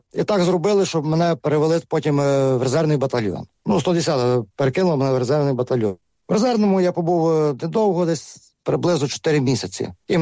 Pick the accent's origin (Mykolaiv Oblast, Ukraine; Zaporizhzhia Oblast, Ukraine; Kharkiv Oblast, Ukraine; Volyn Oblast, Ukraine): Volyn Oblast, Ukraine; Я сам з Волині, з Рішенського району.